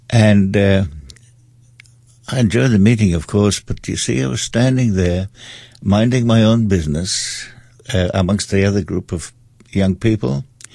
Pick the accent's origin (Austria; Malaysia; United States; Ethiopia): Austria; also born or lived in England; I have a German background. … But although I was brought up in Austria, I also spent quite a lot of time in England.